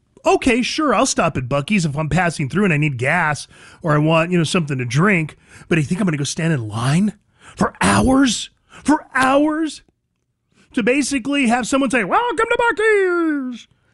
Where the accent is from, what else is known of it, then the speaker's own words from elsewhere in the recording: Arizona, United States; Biggest thrill Arizona's had in 20 years, and I'm from Arizona, I can tell you.